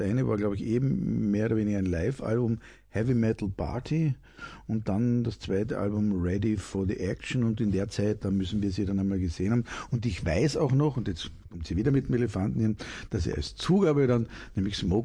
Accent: Austria

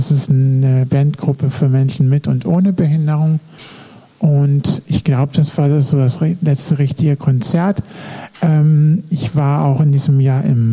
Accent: Dresden, Saxony, Germany; Genau, ich komme aus Dresden.

